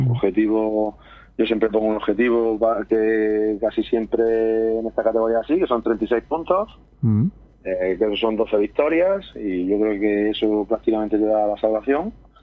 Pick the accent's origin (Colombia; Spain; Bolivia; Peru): Spain; Aguadulce, Andalusia; Yo soy de Agua Dulce toda la vida. Yo jugué en Agua Dulce cuando era un niño.